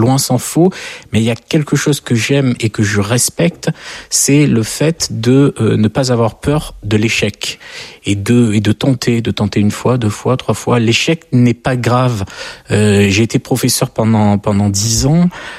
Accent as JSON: {"language": "French", "country": "France", "said": "Mon rêve n'est pas de vivre aux États-Unis. Je suis français, je vis en France."}